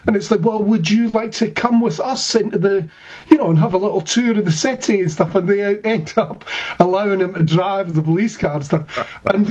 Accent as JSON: {"language": "English", "region": "Scotland", "country": "United Kingdom", "said": "as your listeners might hear, I'm Scottish, right?"}